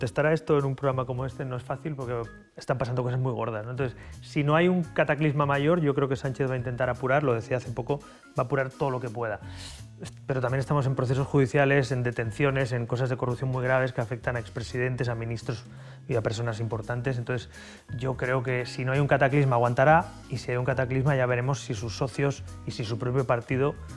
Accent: Barcelona, Catalonia, Spain

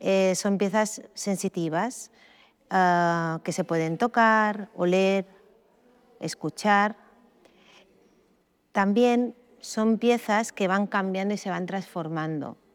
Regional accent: Banyalbufar, Balearic Islands, Spain; las tierras que hay en la Tramuntana, que es de donde soy yo.

